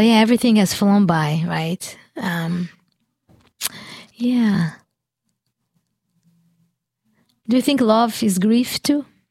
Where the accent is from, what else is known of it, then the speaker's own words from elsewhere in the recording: Brazil; now in United States; when I came from Brazil, I had a duffel bag, an enormous duffel bag